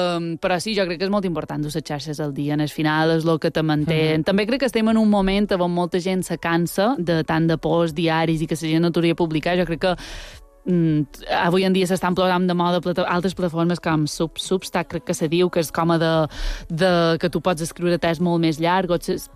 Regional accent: Petra, Balearic Islands, Spain; sóc de Petra

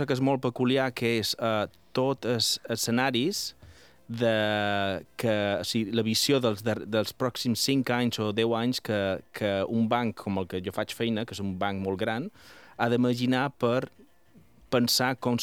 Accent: Palma, Balearic Islands, Spain; moved away as an adult; also born or lived in Barcelona; Sí, som de Palma, sí.

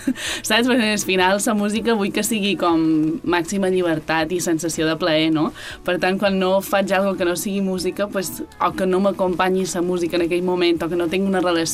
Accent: Petra, Balearic Islands, Spain; sóc una cantautora de Petro

